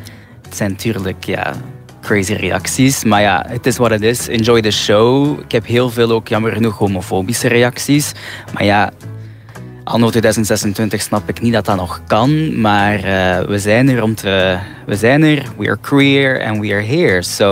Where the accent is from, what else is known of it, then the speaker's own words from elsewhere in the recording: Knokke-Heist, Flanders, Belgium; moved away; En ja, ik ben hier opgegroeid, dus voor mij is dat gewoon nostalgisch.